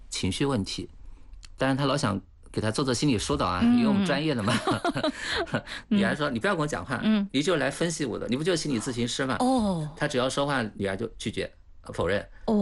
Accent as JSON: {"language": "Chinese", "country": "China", "said": "所以，我们中国人经常说什么\"饭前不训子\"啊"}